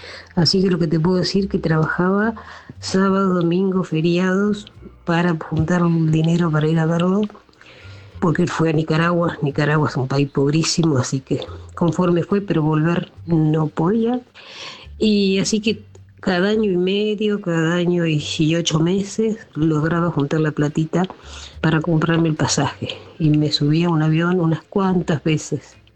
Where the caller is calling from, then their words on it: Coronel Suárez, Buenos Aires Province, Argentina; de Coronel Suárez.